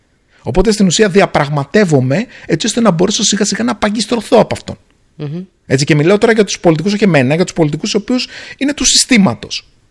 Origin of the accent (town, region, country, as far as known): Greece; now in Singapore